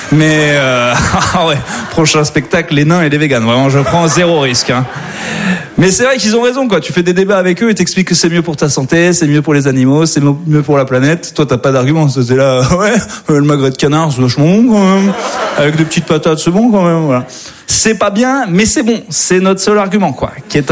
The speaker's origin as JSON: {"language": "French", "region": "Auvergne-Rhône-Alpes", "country": "France", "moved": "yes", "said": "moi, je viens d'Auvergne à la base."}